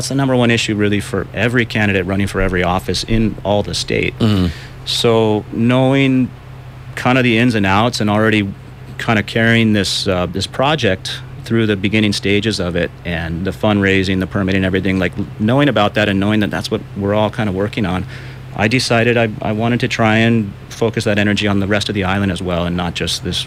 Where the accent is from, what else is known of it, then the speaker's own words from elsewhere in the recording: Kauai, Hawaii, United States; A little bit about myself, I'm born and raised on Kauai. I grew up on the North Shore of Kauai. Went to school through the public system around the North Shore